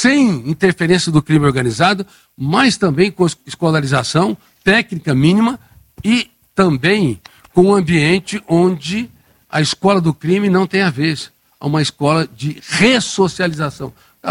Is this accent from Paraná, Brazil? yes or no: no; Colina, São Paulo, Brazil; born there